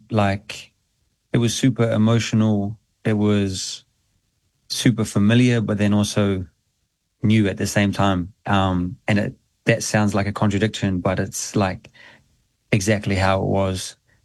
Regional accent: New Zealand; I always felt like a bit of an alien growing up in New Zealand, to be honest. And going home gave me an anchoring, like a place where I was like, oh, this is why I am the way that I am and where I'm from.

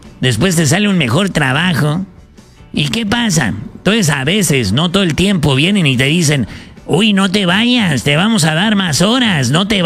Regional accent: Ciudad Obregón, Sonora, Mexico; also born or lived in Mexico City; Pues de Obregón, Sonora, mano. De ahí somos. Viví varios años en Ciudad de México, pero soy nacido en Obregón, Sonora.

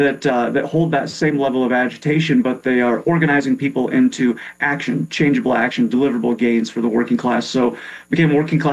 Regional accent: West Union, Iowa, United States; So I grew up in a small town, West Union, Iowa, only a couple thousand people. Grew up on what is arguably the poorest street in West Union, Linden Street.

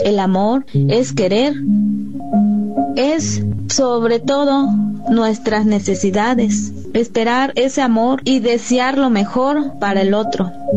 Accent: Huejutla de Reyes, Hidalgo, Mexico; mi profesión es la docencia. Soy originaria del Xuchil, Huejutla, Hidalgo.

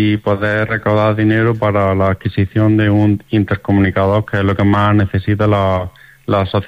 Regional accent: Baza, Andalusia, Spain; que yo como yo, que soy de Baza, Granada, nos gusta mucho nuestra comunidad

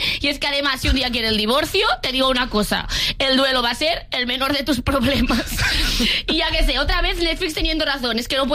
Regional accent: Andalusia, Spain; Aquí sí que soy andaluza.

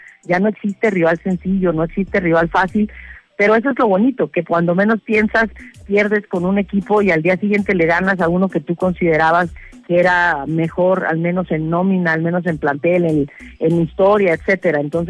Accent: Juárez, Chihuahua, Mexico; yo soy de Juárez, estos chavos traen Juárez en su escudo, y yo tengo que ir a exigir que representen bien a mi ciudad, ¿no?

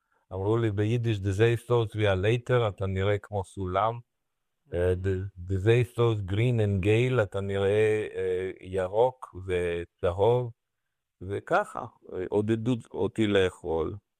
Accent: Romania; Hebrew is a second language; now in Israel; כשהייתי ילד קטן ברומניה

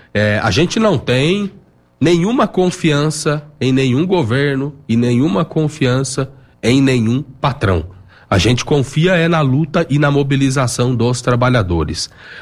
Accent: Brazil

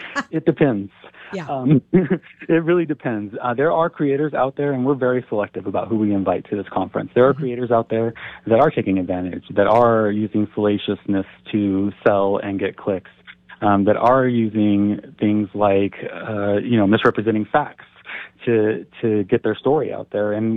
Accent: New Mexico, United States; We're from New Mexico. I've lived here my entire life.

